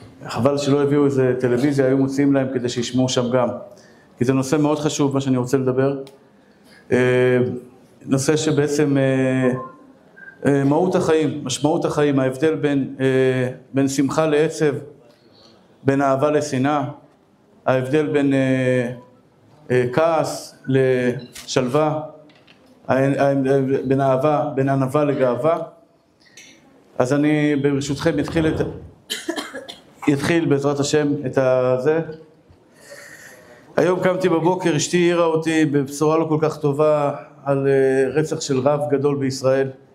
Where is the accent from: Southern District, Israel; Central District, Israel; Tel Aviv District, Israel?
Tel Aviv District, Israel; Bnei Brak; אני דוס מבני ברק, אני חרדי.